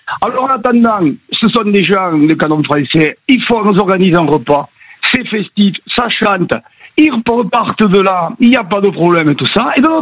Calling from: Beaumont-de-Lomagne, Occitanie, France; Je suis à Beaumont de Lomagne.

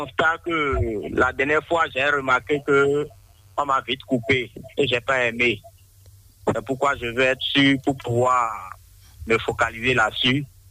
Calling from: Benin; nous, en tant que Béninois

